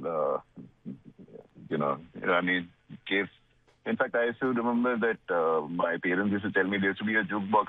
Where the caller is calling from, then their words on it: Begumpet, Telangana, India; I'm a journalist. I'm calling from Begumpet.